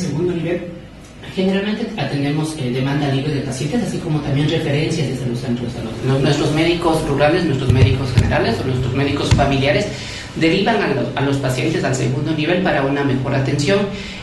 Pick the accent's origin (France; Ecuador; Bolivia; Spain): Ecuador; Nuestra cultura como ecuatorianos